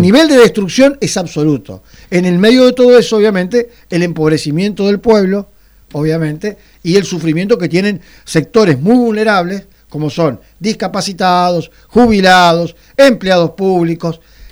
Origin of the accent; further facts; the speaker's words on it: Argentina; Soy bien argentino y defiendo los intereses de los argentinos como lo defendés vos.